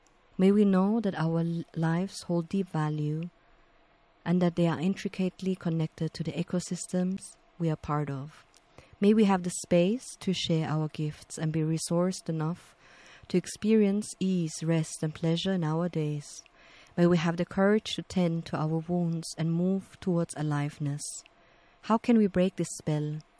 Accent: London, United Kingdom; I was raised in North London, in a lower middle class, predominantly black family, in a majority white neighborhood

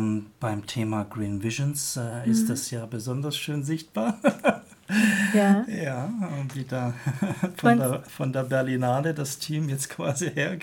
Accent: Baden-Württemberg, Germany; Ich komme selber aus der Nähe von Heidelberg.

